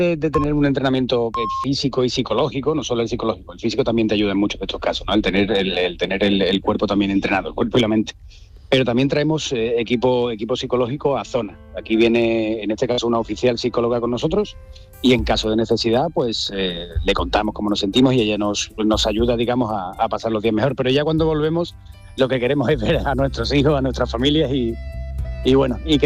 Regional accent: Dos Hermanas, Andalusia, Spain; Yo soy de Dos Hermanas.

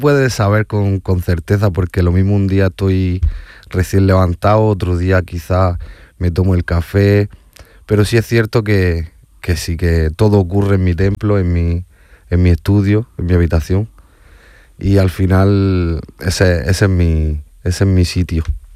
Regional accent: Almería, Andalusia, Spain; Yo soy de aquí, de Almería. Bueno, nací aquí. Mi padre es de Argelia, pero yo soy de... O sea, nací aquí en Almería, yo soy español.

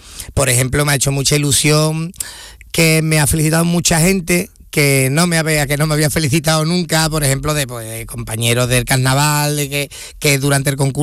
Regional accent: Seville, Andalusia, Spain; Pues yo es que también soy muy de Sevilla, no lo sé

